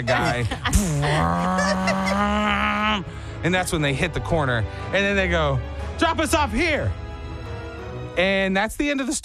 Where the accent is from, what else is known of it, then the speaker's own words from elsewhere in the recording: Texas, United States; man, I'm from Texas.